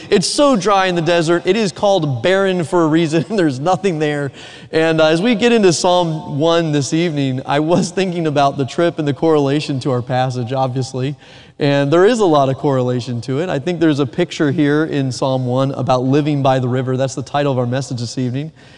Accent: Raleigh, North Carolina, United States; Growing up on the East Coast in Raleigh area of North Carolina, growing up in the luscious green grass areas of the world

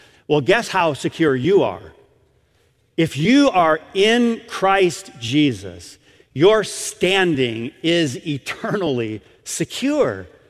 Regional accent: Michigan, United States; I'm a Michigander. I grew up in Michigan.

